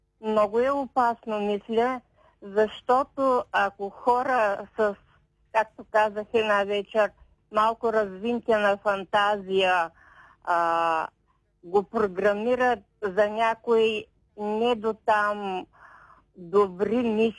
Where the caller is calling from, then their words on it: Shumen, Shumen Province, Bulgaria; от Шумен съм